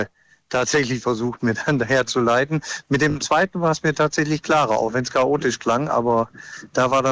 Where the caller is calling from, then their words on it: North Rhine-Westphalia, Germany; Tatsächlich aus dem Ruhrgebiet. Also wir sind gerade auf dem Weg von Niedersachsen nach Hause.